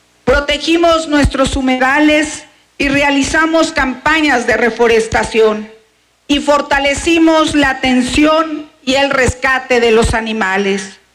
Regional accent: San Cristóbal de las Casas, Chiapas, Mexico

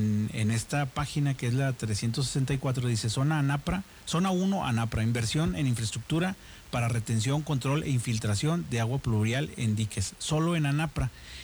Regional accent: Mexico; Vestidos de mexicanos siendo mexicanos en México. Pero bueno, solo nosotros entendemos nuestras tradiciones.

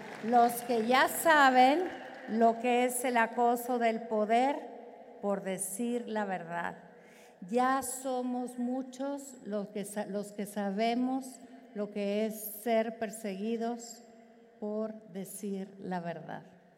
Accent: Mexico; eso no somos los mexicanos

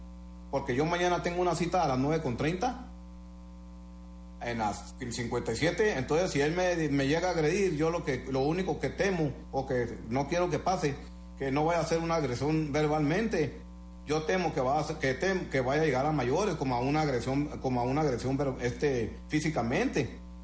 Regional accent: Chihuahua, Mexico; Yo soy un ciudadano de Elisa, Chihuahua, originario y nacido aquí.

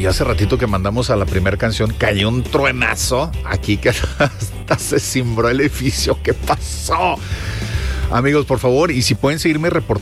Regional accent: Monterrey, Nuevo León, Mexico; nosotros como regios pues conocemos

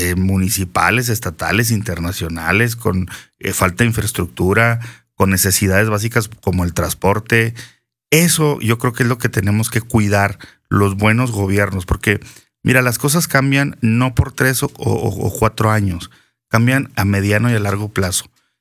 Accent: Chihuahua, Mexico; nos concebimos los chihuahuenses

